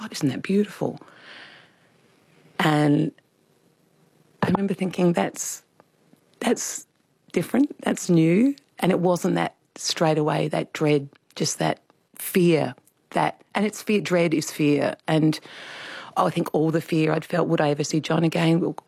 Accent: Adelaide, South Australia, Australia; in November 2023, I was back in Adelaide again for something really beautiful, actually, in my hometown. They had erected a sculpture depicting me as a 10-year-old up on the roof of our family home

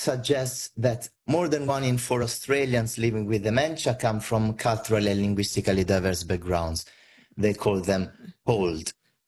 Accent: Rome, Lazio, Italy; English is a second language; For me, I grew up in Rome, but I have Calabrian origins.

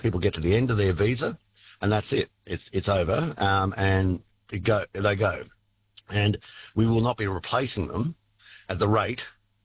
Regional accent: Danglemar, New South Wales, Australia; I grew up in Danglemar. It's an Aboriginal word.

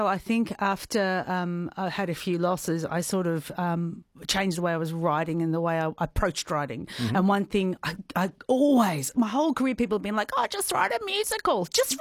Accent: Wagga Wagga, New South Wales, Australia; born there; now in Melbourne, Australia; I was born in Wagga.

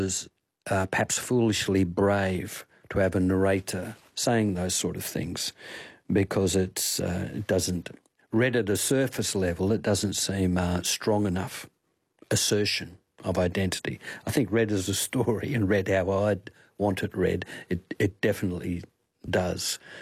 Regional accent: Albany, Western Australia, Australia; I had an elder at the time who's still around and living down in Albany, my hometown, ring me up

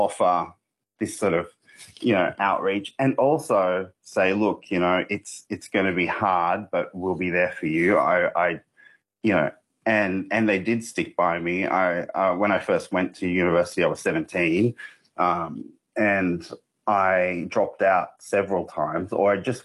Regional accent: Bourke, New South Wales, Australia; growing up in Bourke. We only had three channels, SBS, ABC, and Nipaja.

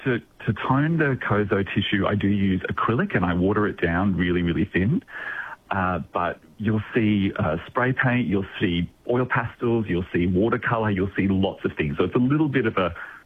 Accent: Queensland, Australia; moved away as an adult; now in Shepparton, Australia; I'm from Queensland originally, and when I moved out to Shepparton after COVID

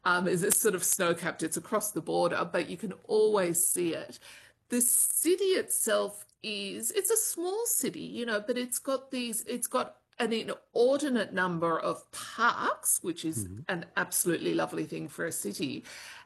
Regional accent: Sydney, New South Wales, Australia; so I'm from Sydney, and in Sydney when I was growing up, if you were meeting someone in town, you'd say, "Oh, let's meet at Town Hall steps."

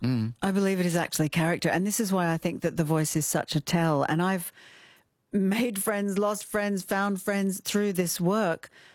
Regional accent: Kalgoorlie, Western Australia, Australia; Look, I'm from Kalgoorlie. I get to call it, you know.

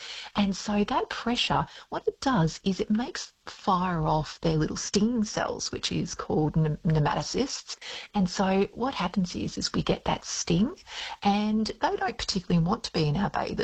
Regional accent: Victoria, Australia; You can tell I'm from Victoria because I say the word bathers instead of swimmers as well.

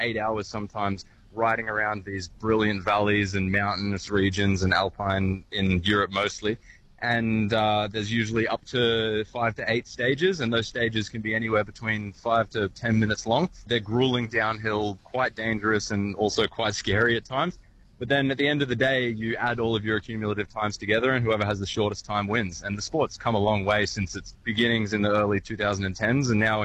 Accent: Bonville, New South Wales, Australia; So I grew up in Bonville, went to Bonville Primary School and Taormina High School, so yeah, truly local, and it wasn't until I was in 2022 I started going away.

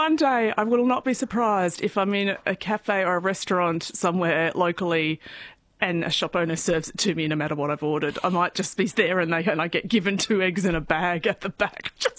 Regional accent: Australia; being me, being Australian

